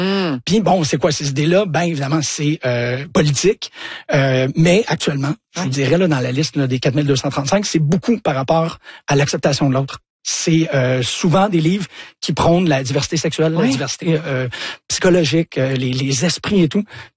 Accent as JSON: {"language": "French", "town": "Montreal", "region": "Quebec", "country": "Canada", "tie": "born or raised there", "said": "Mon premier souvenir d'une librairie, c'est quand j'étais jeune, ici à Montréal, sur Sainte-Catherine, il y a une librairie qui s'appelait Argo, en fait, elle a déménagé maintenant. Mais elle était juste à côté de chez nous."}